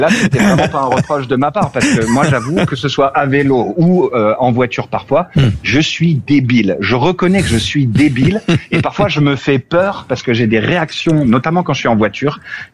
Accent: Hauts-de-France, France; Il se trouve que je suis originaire du Nord et que mes parents habitent dans le Nord

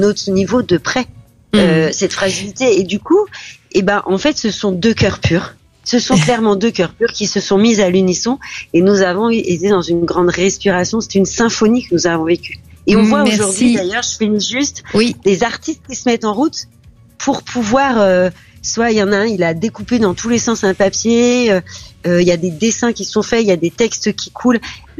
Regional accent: France; on est français depuis des générations

